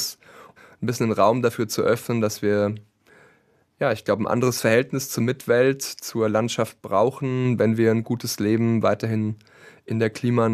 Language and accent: German; Mühltal, Hesse, Germany; fahre ich sehr gerne an den Kühlkopf am Altrhein bei uns im Hessischen Ried. Und da bin ich auch sehr oft schon gewesen, auch als kleiner Junge schon zum Angeln